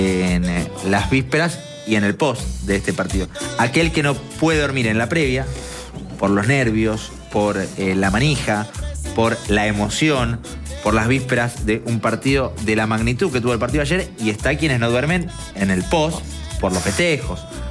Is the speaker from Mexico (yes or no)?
no; Argentina